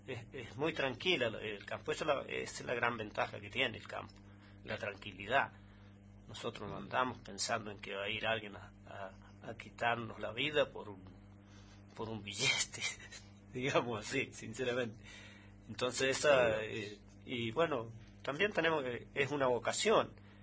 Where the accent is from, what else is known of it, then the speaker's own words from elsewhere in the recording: Malargüe, Mendoza, Argentina; soy bien argentino. Criancero de profesión de los campos malargüinos.